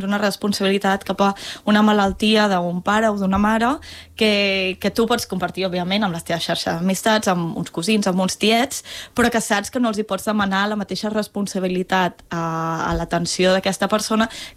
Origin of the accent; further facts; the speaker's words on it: Terrassa, Catalonia, Spain; Jo soc de Terrassa.